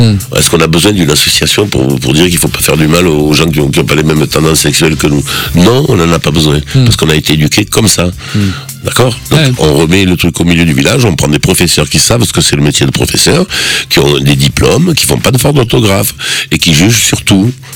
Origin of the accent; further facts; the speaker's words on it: Corsica, France; Moi, je suis fier de Napoléon, je suis fier de l'histoire de France, même si avec la Corse, on a été. Il y a eu dissonance, hein, parce qu'on a été vendu, mais.